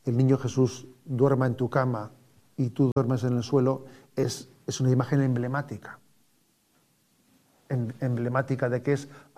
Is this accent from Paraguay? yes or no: no; San Sebastián, Basque Country, Spain; born there; Yo siendo un chavalillo aquí en el colegio de Mundaiz